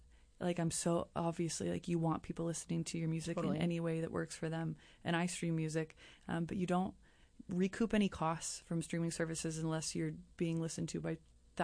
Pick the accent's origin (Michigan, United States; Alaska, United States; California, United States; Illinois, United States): Alaska, United States; Juneau; growing up in Juneau has been so special